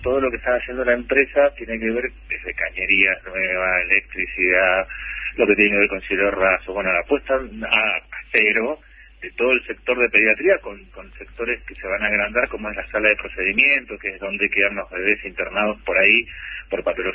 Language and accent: Spanish; Curuzú Cuatiá, Corrientes, Argentina; Y bueno, un saludo y afectuoso saludo, soy correntino, a los correntinos que nos escuchan también.